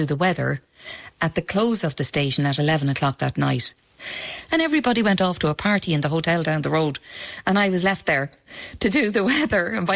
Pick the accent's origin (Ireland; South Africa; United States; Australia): Ireland; Dublin, Leinster; I was coming from Dublin, with learned Irish. I was not a native speaker. And I had great difficulty understanding the native speakers when they would speak too fast.